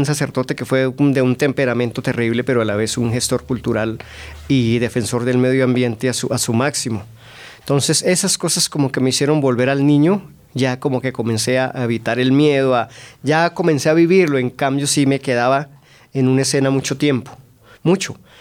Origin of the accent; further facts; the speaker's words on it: Siachoque, Boyacá, Colombia; Sí, soy de Siachoque. Mi mamá es de Siachoque, mi abuelo y los antepasados de mi abuelo, quién sabe hasta qué